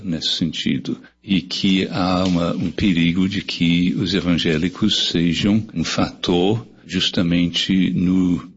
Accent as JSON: {"language": "Portuguese", "region": "England", "country": "United Kingdom", "tie": "born or raised there", "also_born_or_lived": "Canada", "second_language": "Portuguese", "moved": "as an adult", "lives_now": "Brazil", "said": "Eu nasci na Inglaterra, nasci e criado na Inglaterra. Eu moro no Brasil desde 1976, tenho 50 anos."}